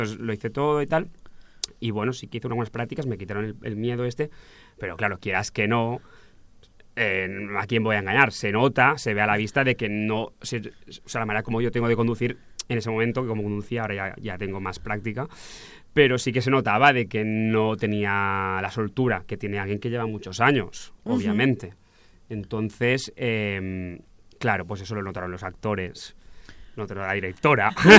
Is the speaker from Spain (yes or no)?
yes; Terrassa, Catalonia, Spain; yo soy de Tarrasa y nunca había conducido fuera de estos sitios.